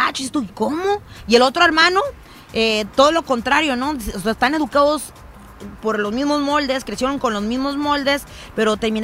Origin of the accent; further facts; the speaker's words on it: Mexico; now in California, United States; yo crecí en México, mi hijo está creciendo en este país